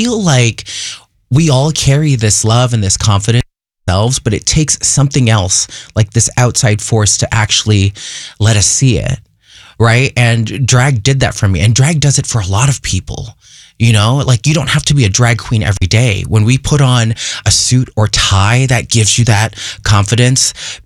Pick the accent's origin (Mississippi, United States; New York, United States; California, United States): California, United States; Fresno; Well, I did do some growing up in Fresno, California, and that was my first taste of theater.